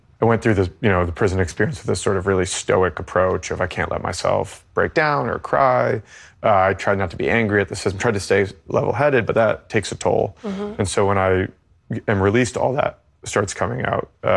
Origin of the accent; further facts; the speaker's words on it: United States; And I'm an American journalist.